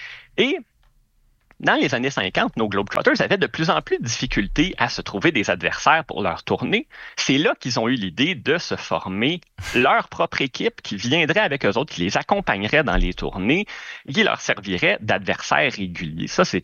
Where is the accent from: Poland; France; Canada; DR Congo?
Canada; Quebec; Chez nous, au Québec, on n'a pas de Savannah Bananas